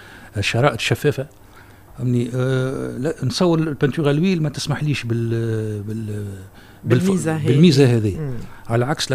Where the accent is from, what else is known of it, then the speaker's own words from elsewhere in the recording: Tunisia; عندنا في تونس